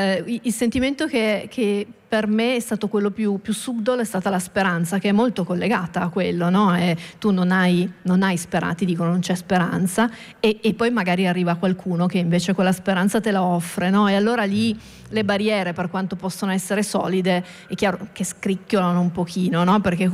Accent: Turin, Piedmont, Italy; io sono di Torino

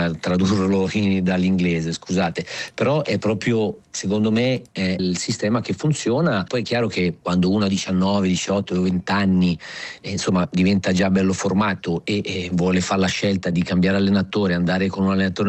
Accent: Monza, Lombardy, Italy; moved away as an adult; also born or lived in Vico Equense / Martina Franca; sono poi cresciuto sì a Monza con maestri Gambacurta e Galmozzi fino ai 20 anni.

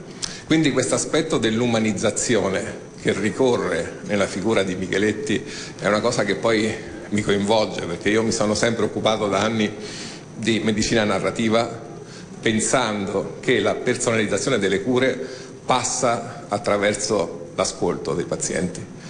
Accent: Umbria, Italy; Io vengo dall'Umbria

